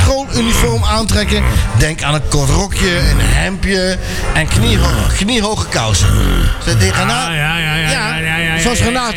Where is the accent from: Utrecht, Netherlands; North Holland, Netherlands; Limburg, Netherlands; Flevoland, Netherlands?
Limburg, Netherlands; born there; Ik ben geboren in Zuid-Limburg natuurlijk.